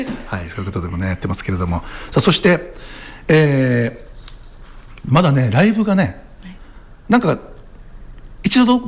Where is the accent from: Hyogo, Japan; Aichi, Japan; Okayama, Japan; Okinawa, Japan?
Okinawa, Japan; Ishigaki; 僕は生まれも育ちもここ石垣島だから、